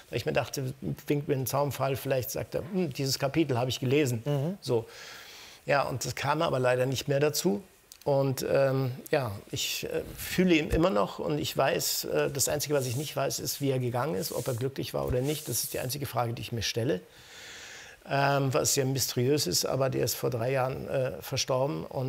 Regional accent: Lugano, Ticino, Switzerland; Also meine Mutter, die jetzt gerade in Lugano, wir sind ja aus Lugano, aus dem Ticino, und mein Onkel und so, die leben da unten

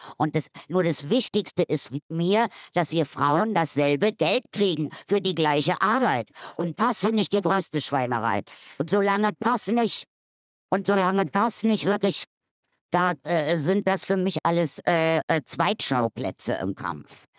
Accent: Berlin, Germany; accent: Berliner Dialekt; moved away as an adult; mit meinem Berliner Dialekt, als ich nach dem Westen kam und mich vorgestellt habe

